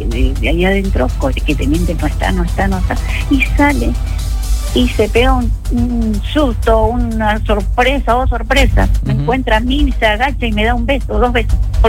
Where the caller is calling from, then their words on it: Villa Ángela, Chaco, Argentina; yo soy una ciudadana de Villa Ángela.